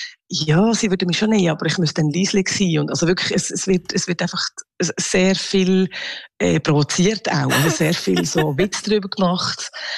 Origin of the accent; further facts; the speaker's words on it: Switzerland; now in Argentina; weil ich als Schweizerin bin, haben sie Angst, dass wenn ich dabei bin, dass sie könnten verlieren